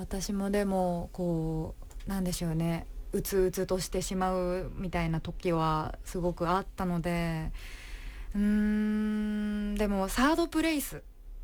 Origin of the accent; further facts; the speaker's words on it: Tottori, Japan; 同じ地元鳥取